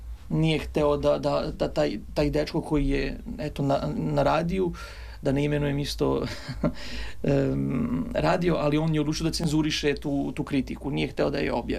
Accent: Serbia; Naravno kao neko koje je poreklom iz Srbije da predlažem srpske autore.

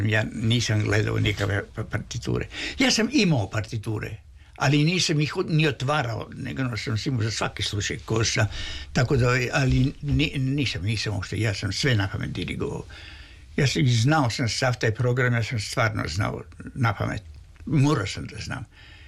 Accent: Russia; Pored toga, ja sam bio Rus.

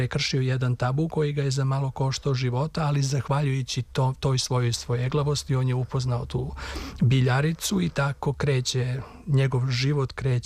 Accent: Serbia; ajde, ja sam Srbin, pa Srbija mora da bude lepa, dobra.

